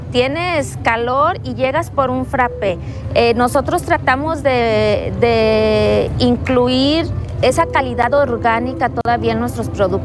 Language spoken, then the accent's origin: Spanish; Compostela, Nayarit, Mexico; born there; also born or lived in Michoacán; Nosotros veníamos de Michoacán. Mi papá es maestro y se va a Michoacán, se casa con mi mamá y regresamos a vivir a Nayarit.